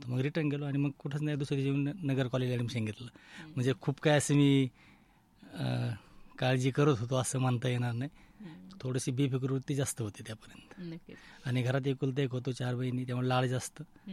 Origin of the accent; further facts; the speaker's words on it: Chichondi Patil, Maharashtra, India; मी नगर जिल्ह्यातील नगर तालुक्यातील चिचोंडे पाटील, नगरपासून जामखेडवर 20 किलोमीटर गावी चिचोंडे पाटील गावचं आहे मी रहिवासी।